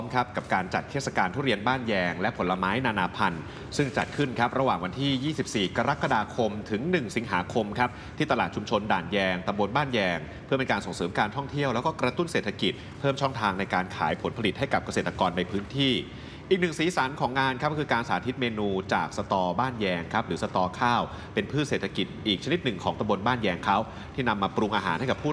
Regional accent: Phitsanulok, Thailand; born there; also born or lived in Chumphon; ผมเนี่ยเกิดพิษณุโลกแต่พื้นเพเนี่ยคุณตาคุณยายคุณแม่เนี่ยเป็นคนชุมพรเดี๋ยวจะงงไงแต่ว่าเกิดพิษโลก

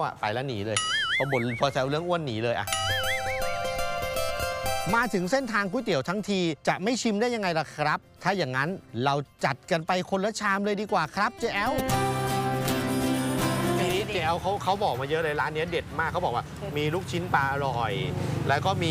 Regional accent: Chonburi, Thailand; ผมก็เป็นคนชลบุรีนะก็ถือว่ามันก็จังหวัดเดียวกันนะ

